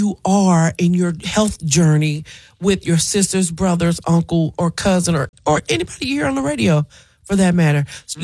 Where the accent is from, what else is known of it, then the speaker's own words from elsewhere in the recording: Brinkley, Arkansas, United States; I'm from Brinkley, Arkansas.